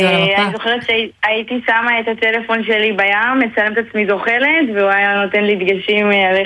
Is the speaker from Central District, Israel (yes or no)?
no; Ashkelon, Southern District, Israel; now in Tel Aviv, Israel; אני בת 23, אני במקור מאשקלון, היום אני גרה בתל אביב.